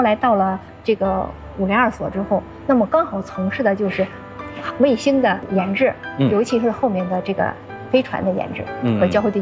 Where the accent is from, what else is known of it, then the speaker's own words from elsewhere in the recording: China; 尤其是作为一个中国人的骄傲和自豪。